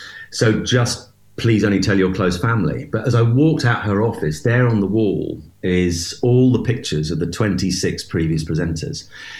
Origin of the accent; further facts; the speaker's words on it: East of England, United Kingdom; a little boy growing up in Norfolk